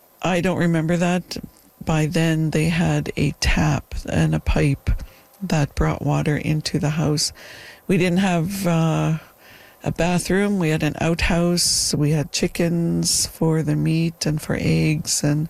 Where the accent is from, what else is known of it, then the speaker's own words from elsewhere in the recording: Dog Creek, British Columbia, Canada; born there; so Dog Creek, otherwise known as, so the Dog Creek Reserve. And I was born in Granny's house in July of 1967.